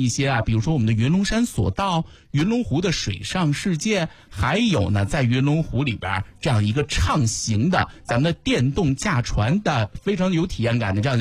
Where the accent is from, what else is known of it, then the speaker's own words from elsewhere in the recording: Xuzhou, Jiangsu, China; 相当于我们徐州人啊